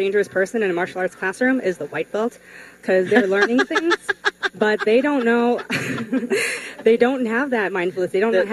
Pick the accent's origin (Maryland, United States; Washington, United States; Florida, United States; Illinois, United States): Illinois, United States; Bolingbrook; moved away as an adult; also born or lived in Champaign-Urbana, Illinois; I grew up in Will County, so I'm originally from Bolingbrook, Illinois.